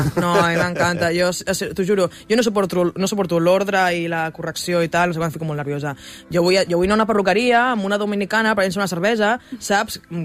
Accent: L'Hospitalet de Llobregat, Catalonia, Spain; Jo m'he criat a l'Hospitalet, perquè sí. Ma família era allà, però jo ara mateix visc a Les Planes, eh?

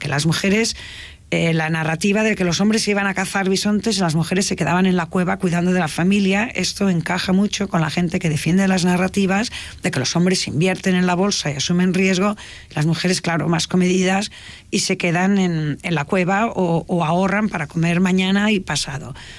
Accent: Tarragona, Catalonia, Spain; De hecho, yo que soy de un pueblo, soy de Tarragona y de Morella, por parte de padre

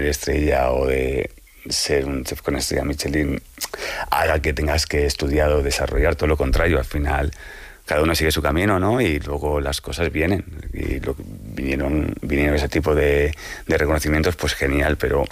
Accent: Brunete, Community of Madrid, Spain; also born or lived in Carabanchel; me crié allí. O sea, yo pasé de Carabanchel hasta. Luego me crié en Brunete.

